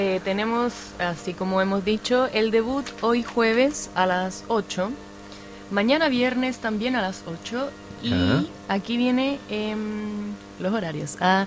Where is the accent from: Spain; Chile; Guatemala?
Chile; Yo soy chilena.